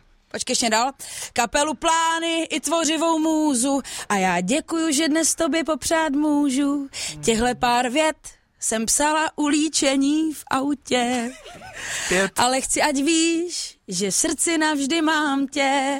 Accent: Třinec, Moravian-Silesian Region, Czechia; vyrůstal jako asi o 2 ulice od mý babičky, já tam do dneška bydlím.

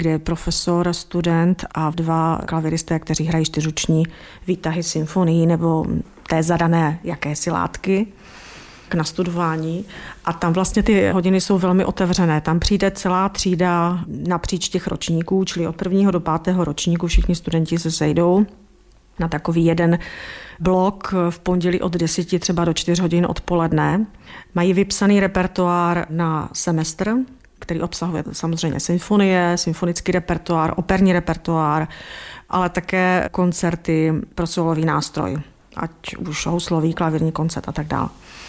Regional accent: Brno, South Moravian Region, Czechia; že jsem z Brna

